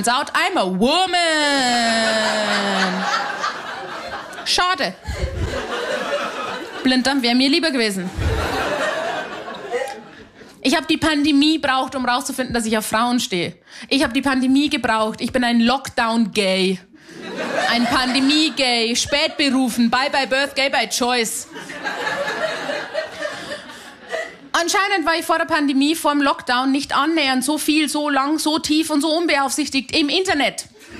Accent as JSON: {"language": "German", "region": "Bavaria", "country": "Germany", "said": "Meine Leitung war sehr lang, weil ich bin aus Hanau bei Simbach bei Landau in der Isar. Da gibt's sowas nicht. Das Queerste, was wir haben bei uns im Dorf, sind die Geschichten über den Nachbarort."}